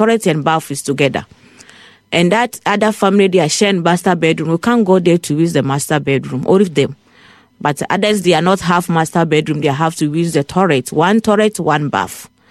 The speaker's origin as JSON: {"language": "English", "country": "Ghana", "moved": "as an adult", "lives_now": "Ireland", "said": "I come from Ghana."}